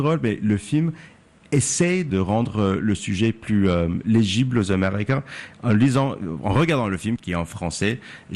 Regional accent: Canada; now in France; Je suis canadien, mais avec un titre de séjour français. Et je lis les quotidiens, je vis ma vie en France.

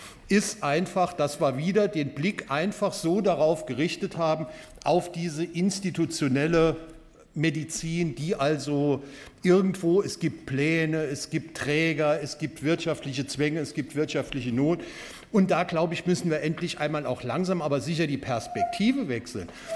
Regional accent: Neunkirchen, Saarland, Germany; Ich bin ja auch einer der wenigen hier im Plenum, die aus Neuenkirchen stamme, die gebürtiger Neuenkirchener sind

